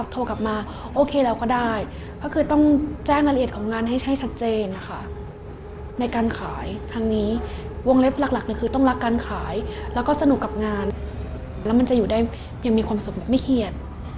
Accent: Phitsanulok, Thailand; now in Bangkok, Thailand; บ้านเกิดอยู่ที่พิษณุโลกค่ะ

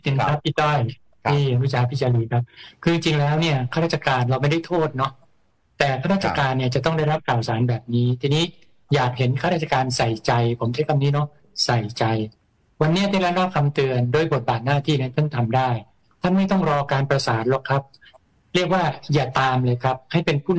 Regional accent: Bangkok, Thailand; เราที่เป็นชาวกรุงเทพเนี่ยต้องยอมรับว่าเราเจอกับข่าวสารมากมาย

